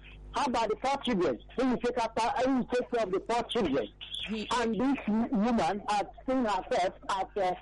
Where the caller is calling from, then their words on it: Ikotun, Lagos, Nigeria; I'm calling from Abaranjo, Nikoto.